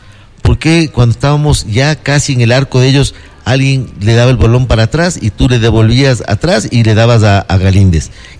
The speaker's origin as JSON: {"language": "Spanish", "country": "Ecuador", "said": "Me merezco como ecuatoriano, me merezco una explicación"}